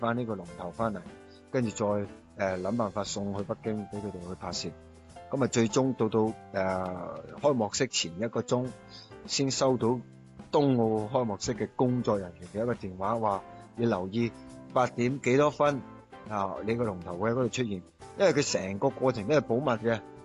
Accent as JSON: {"language": "Cantonese", "region": "Guangdong", "country": "China"}